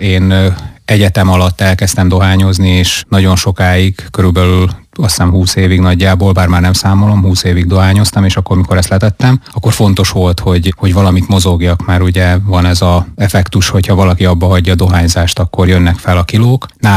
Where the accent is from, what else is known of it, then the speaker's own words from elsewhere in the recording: Vojvodina, Serbia; moved away as an adult; now in Hungary; én határon túl születtem, Vajdaságban, ott is nőttem fel, ott érettségiztem, csak egyetemet kezdtem itt el Magyarországon.